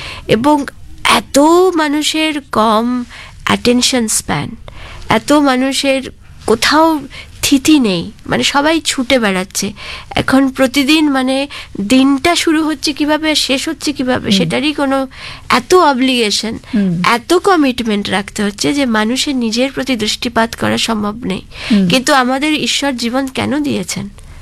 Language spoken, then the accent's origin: Bangla; India